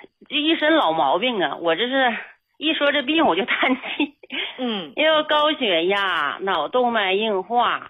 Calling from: Harbin, Heilongjiang, China; 张老师，我家是哈尔滨的，我今年66了。

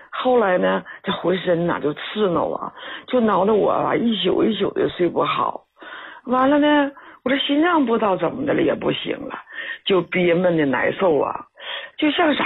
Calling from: Heilongjiang, China; 我是黑龙江的。

